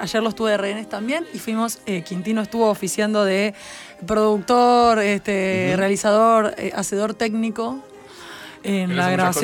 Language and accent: Spanish; Argentina; Yo soy bastante argentina para componer, para escribir las palabras, las expresiones.